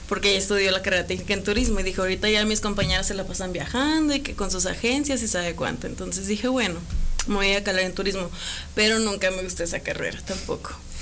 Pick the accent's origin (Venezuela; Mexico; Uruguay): Mexico; Zacatecas; also born or lived in United States; Sí, nací en Zacatecas. Nací en Zacatecas y después nos mudamos de chiquitos a Estados Unidos un tiempo y luego ya regresé acá a México para la primaria.